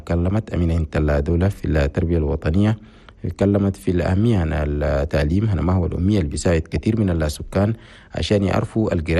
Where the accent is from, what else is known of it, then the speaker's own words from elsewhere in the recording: Chad; بلدنا تشاد